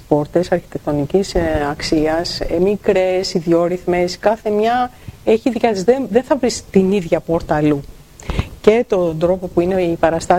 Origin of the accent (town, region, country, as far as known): Chios, North Aegean, Greece